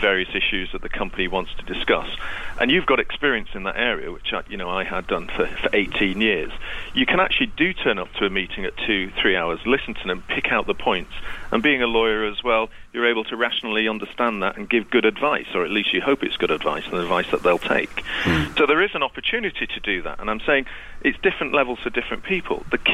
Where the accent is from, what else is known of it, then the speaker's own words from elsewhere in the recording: Manchester, North West England, United Kingdom; I'm a Mancunian.